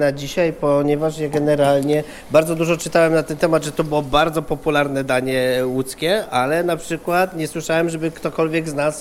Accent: Brzeziny, Łódź Voivodeship, Poland; Brzeziny to są moje rodzinne strony

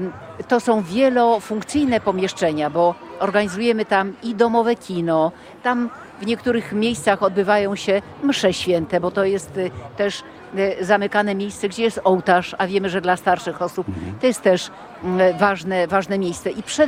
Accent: Gdańsk, Pomeranian Voivodeship, Poland; now in Warsaw (Wilanów), Poland; jestem gdańszczanką

